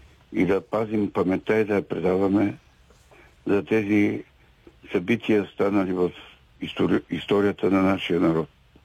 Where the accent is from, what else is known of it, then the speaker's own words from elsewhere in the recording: Teteven, Lovech Province, Bulgaria; съм от Тетевен.